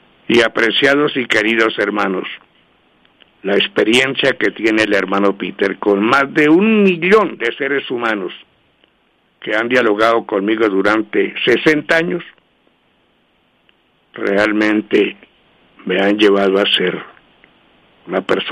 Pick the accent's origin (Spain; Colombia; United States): Colombia; como buen colombiano, dar mi voto